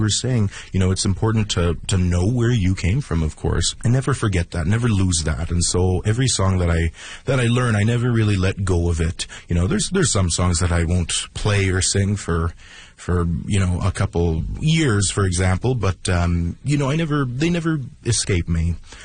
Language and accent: English; Sucker Creek, Alberta, Canada